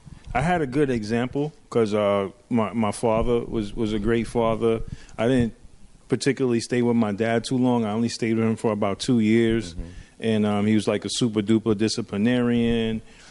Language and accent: English; Brooklyn, New York, United States; Do I have the right to say I'm from Brooklyn?